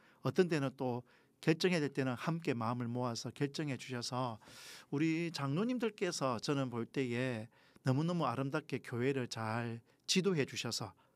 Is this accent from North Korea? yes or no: no; Goseong, South Gyeongsang, South Korea; also born or lived in New Zealand; now in Gyeongju, South Korea; 경주가 고향이 아닙니다. 경남 고성이 저의 고향입니다.